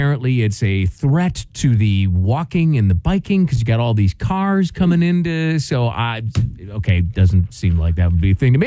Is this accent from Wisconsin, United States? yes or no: yes; Wisconsin, United States; Now, you would think that something like that would exist in my home state of Wisconsin, right?